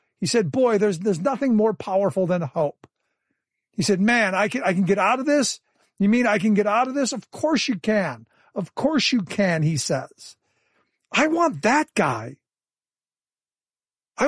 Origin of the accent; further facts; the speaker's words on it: Cleveland, Ohio, United States; Now look, I grew up in Cleveland. I am not a Pittsburgh Steelers fan